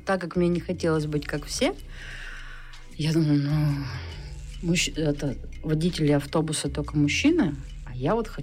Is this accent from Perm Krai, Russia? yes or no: yes; Berezniki, Perm Krai, Russia; я родилась в Березняках, я выросла в Березняках. Единственный период, когда я не жила в Березняках, это когда я училась в институте.